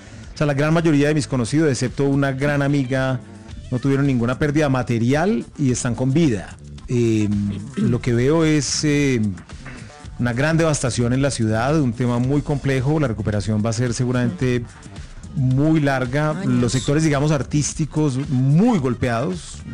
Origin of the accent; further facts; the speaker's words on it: Pereira, Risaralda, Colombia; born there; moved away as an adult; now in Bogotá, Colombia; vine a Bogotá muy joven, vine a Bogotá a los 18, 19 años a estudiar actuación, teatro, pero nací en Pereira, Pereira.